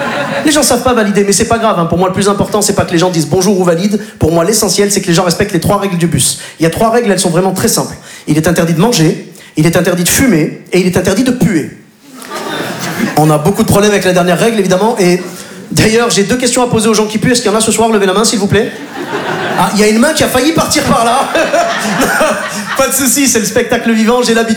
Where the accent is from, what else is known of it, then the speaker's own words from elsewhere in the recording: Clermont-Ferrand, Auvergne-Rhône-Alpes, France; also born or lived in Bordeaux; now in Paris, France; Juste avant ça, j'ai passé 12 ans à Bordeaux, et sinon je suis originaire de Clermont-Ferrand.